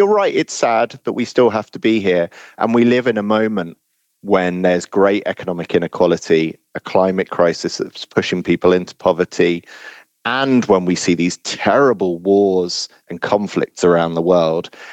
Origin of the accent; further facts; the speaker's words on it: South East England, United Kingdom; now in South London, United Kingdom; I go to a church in Crystal Palace in South London, where I've been for the last 20 years. I grew up in Sussex, in a small village in West Sussex.